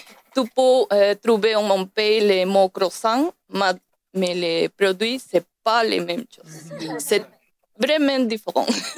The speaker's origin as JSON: {"language": "French", "country": "Peru", "first_language": "Spanish", "second_language": "French", "lives_now": "France", "said": "Je viens de Pérou. Je suis péruvienne. Les mots de mon pays, parce que je parle l'espagnol, je pense que c'est seulement de mon pays, c'est yapa."}